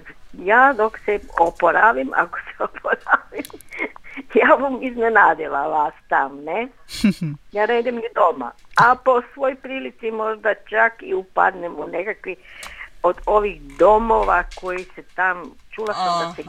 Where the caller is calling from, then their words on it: Koprivnica, Koprivnica-Križevci County, Croatia